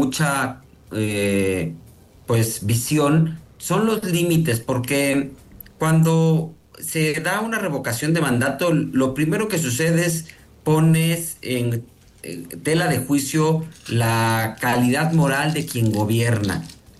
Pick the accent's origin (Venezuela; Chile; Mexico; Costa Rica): Mexico; todos somos mexicanos